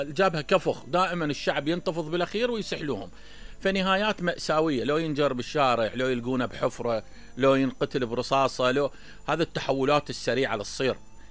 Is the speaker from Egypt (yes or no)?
no; Iraq; احنا كعراقيين